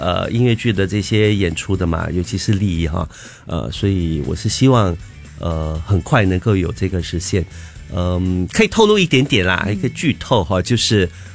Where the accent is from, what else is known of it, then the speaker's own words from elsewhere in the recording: Singapore; 可是你说我们新加坡人的华语的水平有到了什么地方呢？我们的华语水平不到半桶水、嗯、我们的英语可能也不到半桶水。